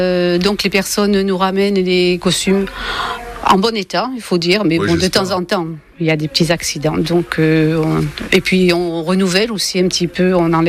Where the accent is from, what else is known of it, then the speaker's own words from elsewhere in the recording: Piolenc, Provence-Alpes-Côte d'Azur, France; je suis de Piolenc